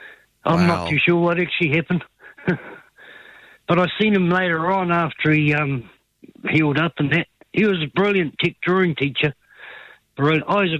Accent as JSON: {"language": "English", "town": "Taihape", "region": "Manawatū-Whanganui", "country": "New Zealand", "tie": "born or raised there", "moved": "as an adult", "lives_now": "Manaia, New Zealand", "said": "I'm born and bred in Taihape, the gumboot city of New Zealand."}